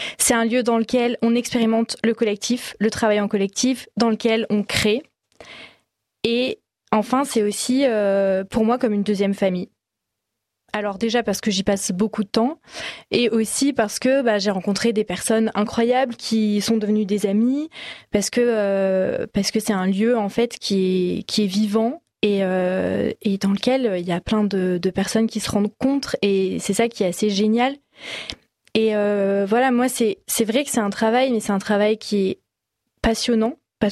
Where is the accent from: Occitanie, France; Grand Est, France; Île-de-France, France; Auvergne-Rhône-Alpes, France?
Auvergne-Rhône-Alpes, France; Valence; Alors moi, j'ai grandi à Valence. C'est pas très loin, mais je suis plutôt team drômoise.